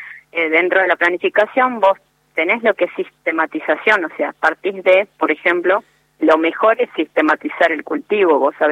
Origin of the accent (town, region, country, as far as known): Argentina